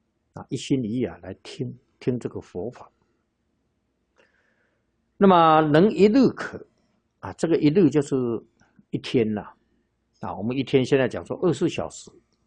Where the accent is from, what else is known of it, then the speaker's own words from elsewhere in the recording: China; 那我们中国人呢、啊，昼夜分为12个时辰。